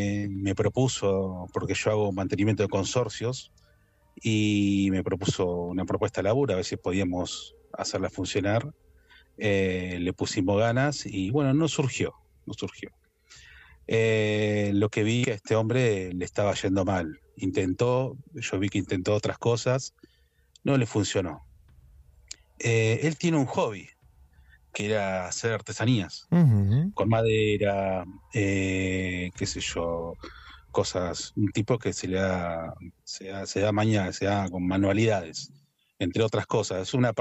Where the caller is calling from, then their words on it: Buenos Aires, Argentina; De Capital Federal, Belgrano.